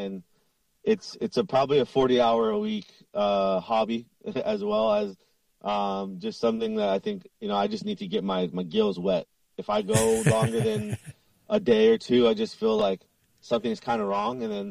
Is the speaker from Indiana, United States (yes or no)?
no; Makaha, Hawaii, United States; And growing up in Makaha and seeing these guys use literally anything to surf, from a piece of wood, railroad ties cut down and strapped together